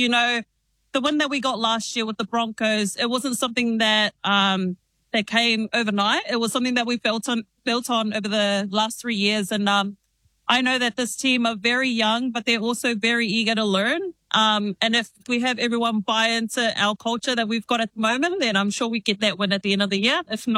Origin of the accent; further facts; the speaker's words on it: Auckland, New Zealand; So I'm born and raised in South Auckland. We were actually raised in Mangere, and then we've been staying in Otara for like the last 26 years.